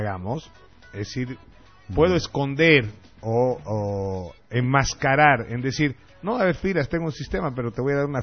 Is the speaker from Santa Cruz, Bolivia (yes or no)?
yes; Santa Cruz de la Sierra, Santa Cruz, Bolivia; born there; also born or lived in Sucre; Yo soy nacido en Sucre, pero he salido bachiller acá, he estudiado medicina aquí en Santa Cruz. Soy un cruceño más.